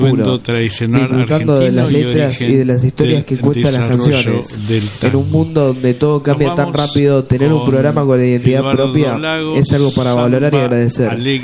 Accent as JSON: {"language": "Spanish", "country": "Argentina", "said": "Gracias por no dejar que se pierda esa esencia tan linda que nos identifica como argentinos."}